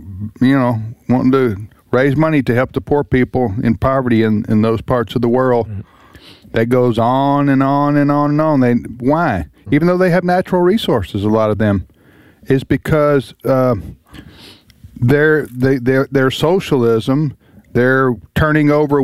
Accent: the South, United States

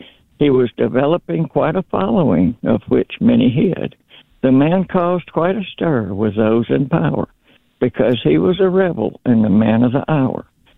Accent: New Orleans, Louisiana, United States; also born or lived in Mississippi; now in Tennessee, United States; I grew up in New Orleans, but then lived in Mississippi for a good while. Anyway, I'm up in Tennessee.

